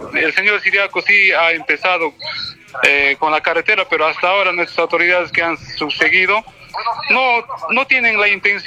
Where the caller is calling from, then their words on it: Yanatile district, Cusco, Peru; soy del distrito de Yanatile, sector Pailabamba.